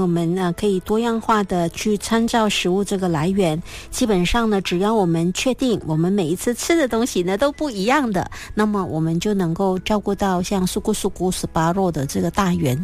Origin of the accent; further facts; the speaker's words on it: Malaysia; 我们马来西亚人很容易营养不均衡